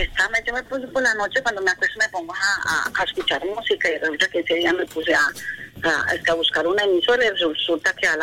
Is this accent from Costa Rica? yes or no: no; Colombia; now in Panama; Yo soy colombiana.